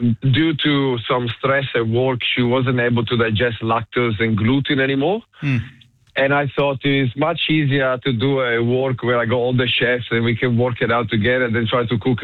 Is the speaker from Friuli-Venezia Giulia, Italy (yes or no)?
yes; Trieste, Friuli-Venezia Giulia, Italy; English is a second language; now in Venice, Italy; Myself, I'm from Trieste, on the border with Slovenia and Croatia, if it makes sense.